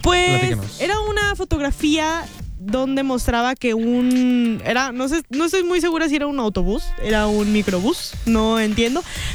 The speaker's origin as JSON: {"language": "Spanish", "country": "Mexico"}